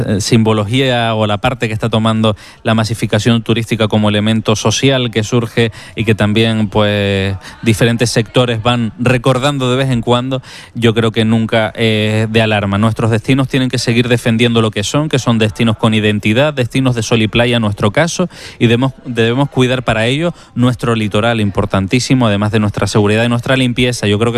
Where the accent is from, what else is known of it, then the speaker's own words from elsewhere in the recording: Canary Islands, Spain; lo que nos identifica también como canarios.